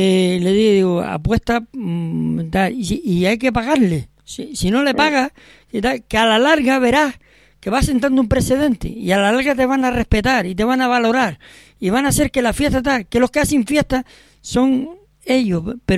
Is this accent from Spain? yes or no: yes; Canary Islands, Spain; como canario, claro, por defender lo nuestro